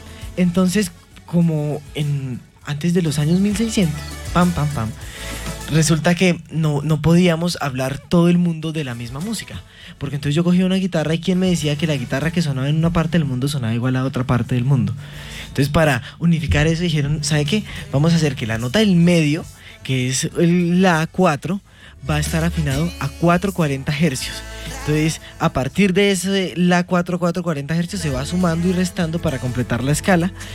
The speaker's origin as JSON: {"language": "Spanish", "region": "Bogotá", "country": "Colombia", "said": "yo vengo desde Bogotá. He recorrido todo Colombia. Viajando."}